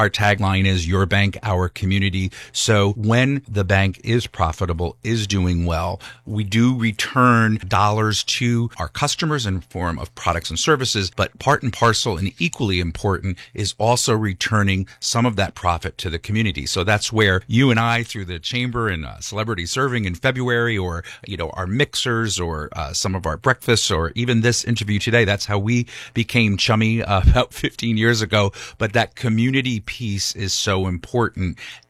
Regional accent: Wallkill, New York, United States; I was born and raised in Waukeel, New York, in Ulster County.

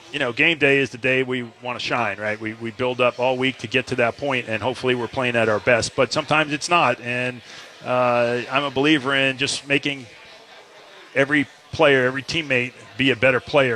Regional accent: Long Island, New York, United States; I grew up on Long Island

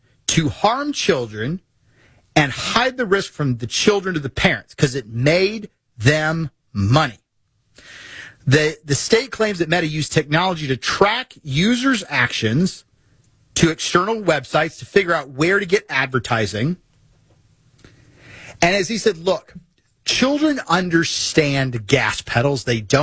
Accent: Missouri, United States; I'm from Missouri.

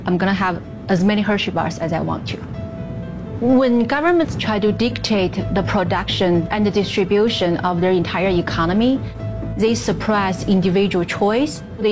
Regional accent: China; now in United States; When I was growing up in China, under socialism, I was always hungry. Everything was on ration. There was a very limited amount of sugar per household.

